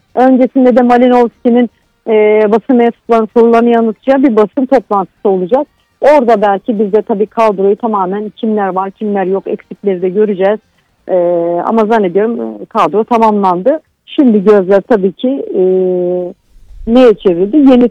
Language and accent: Turkish; Tonya, Trabzon, Turkey; benim köyüme çok benziyor. Tonya Melikşah Köyü, Trabzon'un Tonya Melikşah Köyü